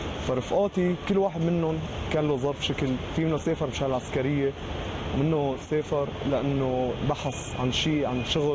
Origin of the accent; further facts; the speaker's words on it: Aleppo, Aleppo Governorate, Syria; من حلب، عمري 21 سنة، بدرس ادب انجليزي سنة ثالثة